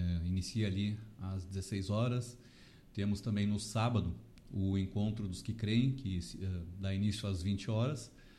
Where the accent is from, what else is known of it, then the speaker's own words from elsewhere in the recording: Camaquã, Rio Grande do Sul, Brazil; moved away as an adult; also born or lived in Eldorado do Sul; now in Balneário Arroio do Silva, Brazil; Nós somos naturais de Camaquã, né, Rio Grande do Sul.